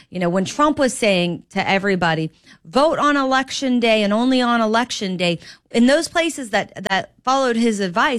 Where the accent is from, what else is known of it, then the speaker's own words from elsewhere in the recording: Florida, United States; now in Alabama, United States; I was raised in Florida.